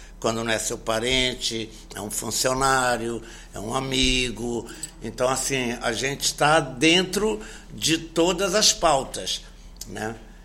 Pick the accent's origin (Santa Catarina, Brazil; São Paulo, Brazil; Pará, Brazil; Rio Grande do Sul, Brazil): Pará, Brazil; Belém; born there; eu nasci no Reduto, a minha família é uma família de refugiados, né, refugiados espanhóis que chegaram, isso no início do século passado